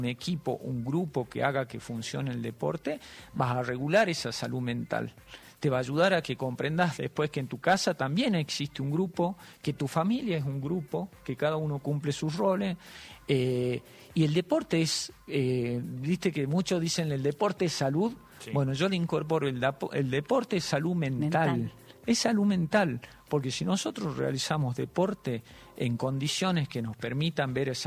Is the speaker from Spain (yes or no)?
no; Argentina; nos está pasando como argentinos.